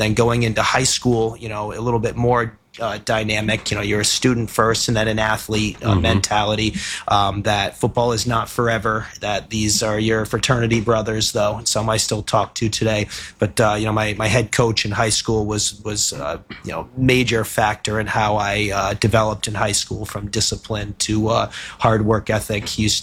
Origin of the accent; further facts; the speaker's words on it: Westerly, Rhode Island, United States; I grew up in Wesley, Rhode Island. I grew up in a football family as well as a big football town.